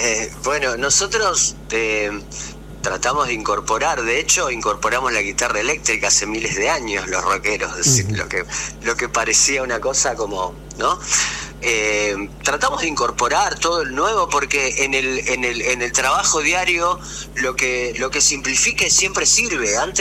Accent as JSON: {"language": "Spanish", "town": "Resistencia", "region": "Chaco", "country": "Argentina", "said": "De Resistencia, uh-huh. De la capital."}